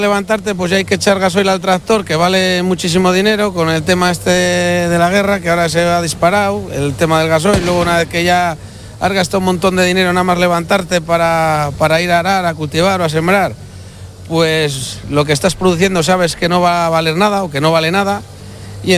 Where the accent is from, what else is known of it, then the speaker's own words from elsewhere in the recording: Castile and León, Spain; De Villarreros, de Palencia.